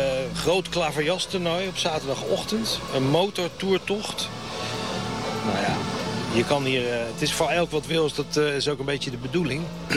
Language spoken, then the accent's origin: Dutch; Westland, South Holland, Netherlands; Dus als Westlander hoef je je nooit echt te vervelen eigenlijk.